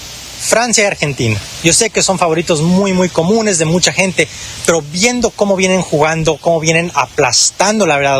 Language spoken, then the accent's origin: Spanish; Ecuador; Todos los 18 millones de ecuatorianos